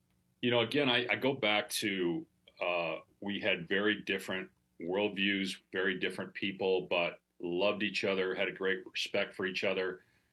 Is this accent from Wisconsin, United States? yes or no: yes; Madison, Wisconsin, United States; Look, I grew up in Madison, Wisconsin, so I was not that familiar with Marty Glickman until I got to Syracuse.